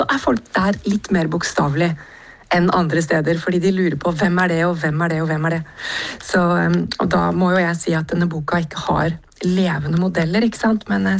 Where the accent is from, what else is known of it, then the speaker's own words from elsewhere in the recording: Koppang, Innlandet, Norway; now in Oslo, Norway; jeg jo fra Koppang. Jeg jo født og oppvokst i Storelvdal.